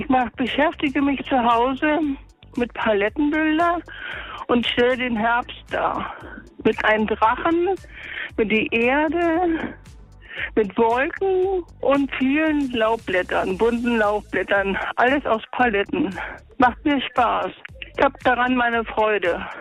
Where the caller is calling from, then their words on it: Prenzlau, Brandenburg, Germany; Ich rufe aus Prenzlau an.